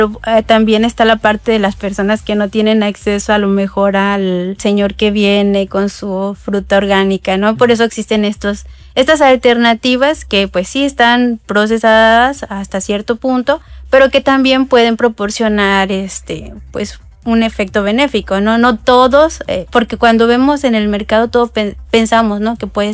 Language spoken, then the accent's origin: Spanish; Tuxtepec, Oaxaca, Mexico; moved away; Soy de Tuxtepec, Oaxaca.